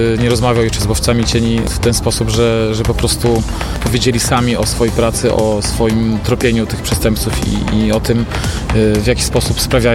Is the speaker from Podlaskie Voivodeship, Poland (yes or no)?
yes; Białystok, Podlaskie Voivodeship, Poland; born there; moved away as an adult; now in Warsaw, Poland; Ja jestem urodzony w Białymstoku. Tutaj też zaczynałem swoją pracę dziennikarską, więc zawsze do Białegostoku chętnie wracam, jak tylko mogę. Tutaj mam też rodzinę, przyjaciół.